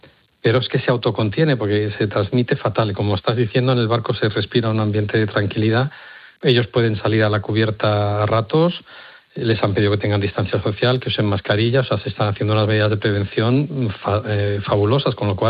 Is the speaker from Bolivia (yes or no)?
no; Madrid, Community of Madrid, Spain; now in Seville, Spain; aunque estoy en Sevilla soy madrileño y mis padres viven al lado